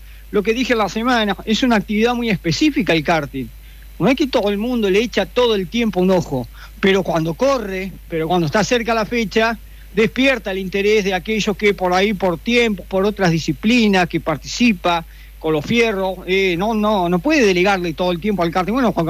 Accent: Argentina; se nos identifica como argentinos

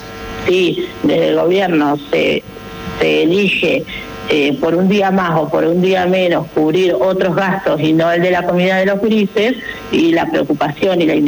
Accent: Entre Ríos, Argentina; como argentinos y como entrerrianos

